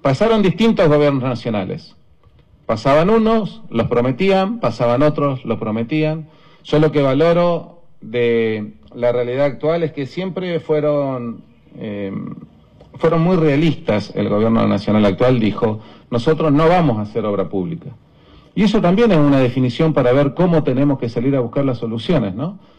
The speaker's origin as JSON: {"language": "Spanish", "region": "Patagonia", "country": "Argentina", "said": "porque somos patagónicos"}